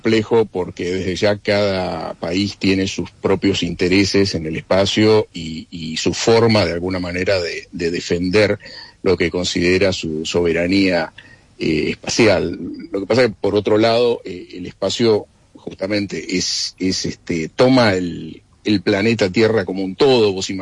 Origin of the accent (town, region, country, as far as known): Argentina